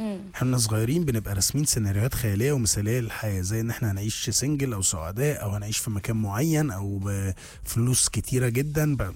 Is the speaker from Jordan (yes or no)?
no; Egypt